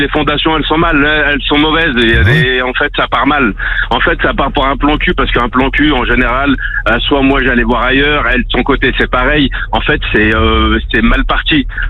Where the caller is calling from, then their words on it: Lyon, Auvergne-Rhône-Alpes, France; je suis à Lyon